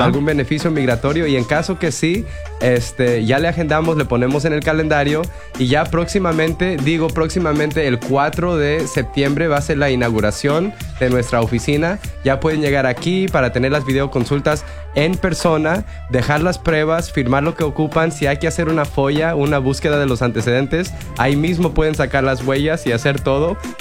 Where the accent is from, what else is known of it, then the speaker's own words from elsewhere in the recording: Sacramento, California, United States; also born or lived in Davis, California; ya que soy originario de Davis y Sacramento, o sea, de aquí soy